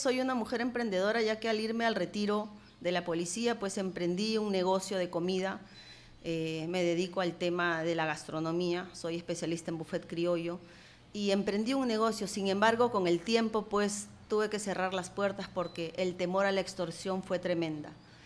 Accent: Lima, Peru; Quien les saluda es … Vengo de Lima. Provengo de cuna aprista, ya que mis padres son apristas, mi abuelo fue aprista.

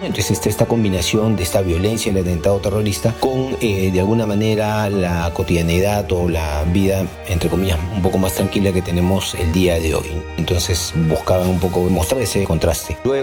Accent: Lima, Peru; nací el 21 de diciembre de 1972 en Lima. Mi infancia la pasé en San Isidro hasta finales de los 80, que fue cuando me mudé a La Molina.

